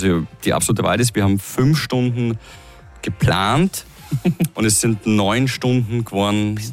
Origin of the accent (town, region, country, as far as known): Austria